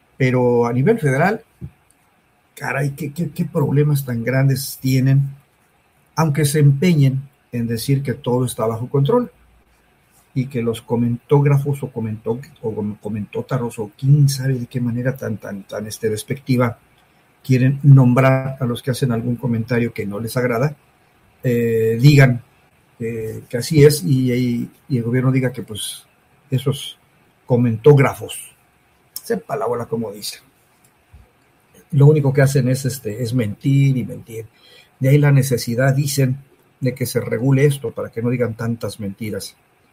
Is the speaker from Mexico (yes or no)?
yes; Mexico; como mexicanos, pues nos pega